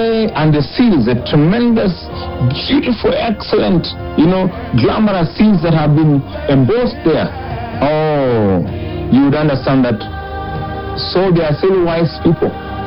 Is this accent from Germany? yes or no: no; Kenya; My mind is really repent as a Kenyan when I saw what really has happened